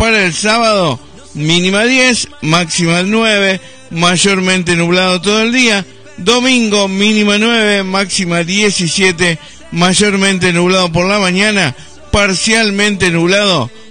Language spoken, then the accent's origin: Spanish; Argentina; quizás uno como argentino no lo nota